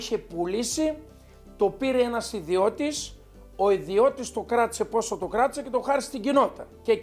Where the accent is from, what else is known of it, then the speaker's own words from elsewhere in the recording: Syrrako, Epirus, Greece; Εγώ Σιρακιώτης είμαι, Δημήτρη μου, και δεν υπάρχει ξένος εδώ. Εδώ υπάρχουν μόνο Σιρακιώτες και είμαστε βλάχοι.